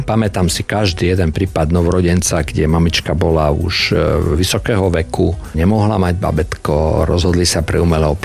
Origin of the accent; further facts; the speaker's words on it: Košice, Košice Region, Slovakia; Tak ja som Košičan